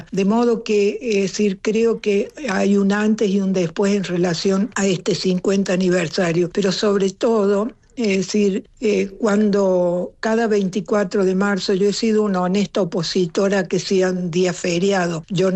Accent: Argentina

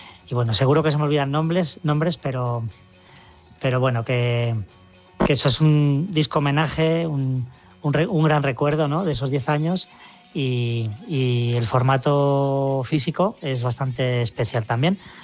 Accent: Tarancón, Castilla-La Mancha, Spain; ya sabéis que somos de Tarancón, conquenses

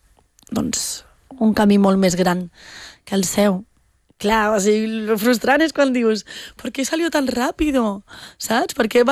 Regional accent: Andalusia, Spain; accent: Andalusian; apenas ja estic en contacte con andaluce, pum, pa, pa, saps? Com que és el meu accent.

